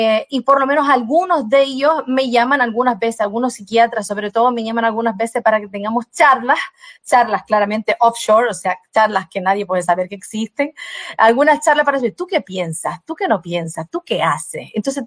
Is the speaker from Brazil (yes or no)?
yes; Brazil; Spanish is a second language; Yo soy indígena, yo soy brasileña de natural brasileña, yo soy indígena